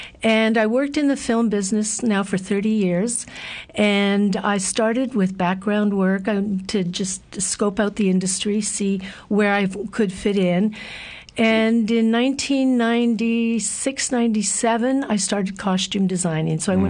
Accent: Vancouver, British Columbia, Canada; my experience growing up in Vancouver, seeing where it started and seeing where it's ended up, and noticing the difference.

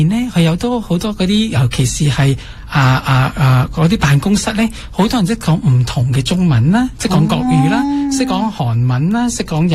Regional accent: Canada; moved away as an adult; now in Japan; 我加拿大人咁啦，咁样嚟，跟住咧好多时咧，嗰啲学生咧都系廿零岁多啲，咁我最年纪大啲一个个

